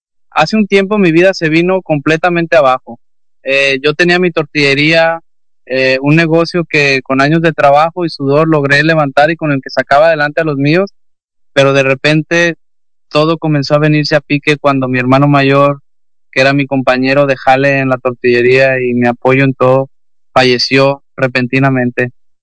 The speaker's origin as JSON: {"language": "Spanish", "town": "Parral", "region": "Chihuahua", "country": "Mexico", "said": "soy de acá de Parral, Chihuahua, de familia de rancho"}